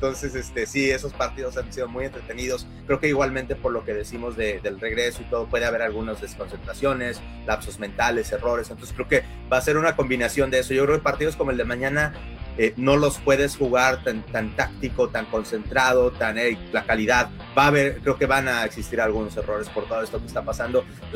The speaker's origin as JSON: {"language": "Spanish", "country": "Mexico", "said": "nosotros, que tú y yo que somos mexicanos"}